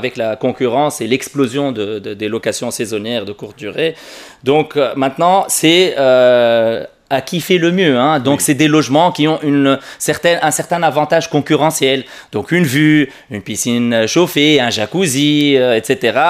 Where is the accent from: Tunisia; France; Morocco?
Tunisia; on est Tunisien, on vit en Tunisie mais on sort pas du quartier